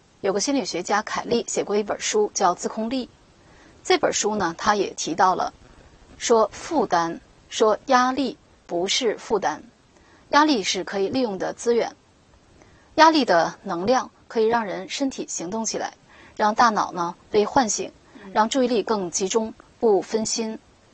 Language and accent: Chinese; China; 我们中国人是讲每临大事有静气，大事不慌，小事不躁，这是一种本事。